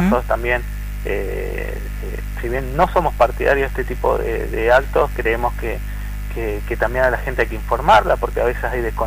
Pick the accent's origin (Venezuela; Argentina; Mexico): Argentina; Neuquén; moved away as an adult; also born or lived in Mendoza / Buenos Aires; yo soy de Neuquén, me fui a estudiar a Mendoza, viví en Capital mucho tiempo y hace seis años decidí pegar la vuelta, como todos los neuquinos que nos vamos a estudiar a otro lado, y rionegrinos también.